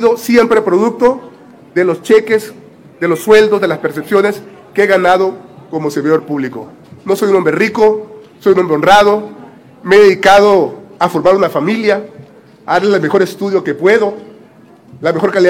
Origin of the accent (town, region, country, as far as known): Badiraguato, Sinaloa, Mexico